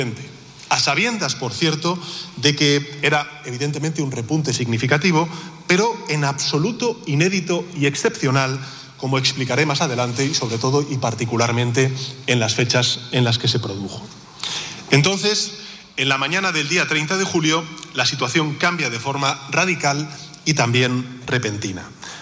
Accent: Spain; como presidente del Gobierno de España y como ciudadano español afirmo

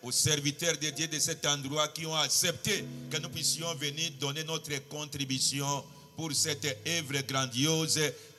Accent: DR Congo; je suis congolais du père et du mère.

